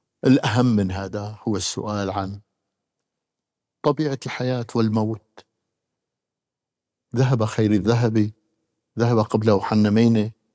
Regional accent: Syria; ما نحلم به أظن كسوريين جميعا

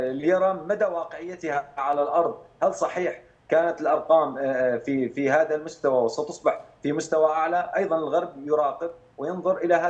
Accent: Syria; بالنسبه لنا كسوريين

